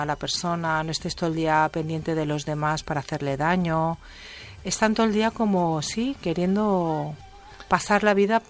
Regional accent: Catalonia, Spain; Y soy española y soy catalana

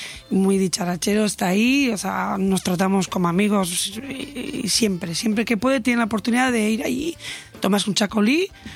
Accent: Basque Country, Spain; now in Finestrat, Spain

